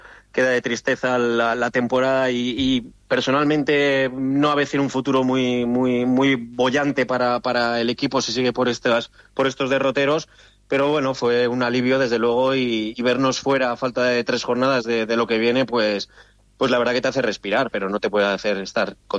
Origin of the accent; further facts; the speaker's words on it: Valladolid, Castile and León, Spain; somos de Valladolid, aficionados del Valladolid y demás